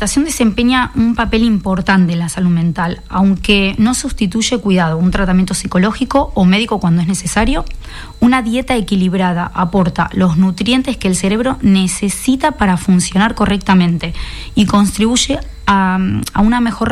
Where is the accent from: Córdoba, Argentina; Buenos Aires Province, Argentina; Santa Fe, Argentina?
Buenos Aires Province, Argentina; Junín; Desde muy, muy pequeñita, siempre, en mi ciudad, yo soy de Junín, provincia de Buenos Aires, estaba siempre lleno mi ciudad de mariposas.